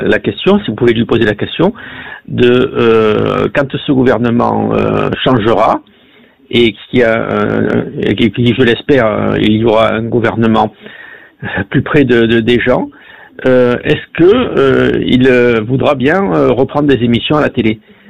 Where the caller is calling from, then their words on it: Provence-Alpes-Côte d'Azur, France; des Alpes-Maritimes.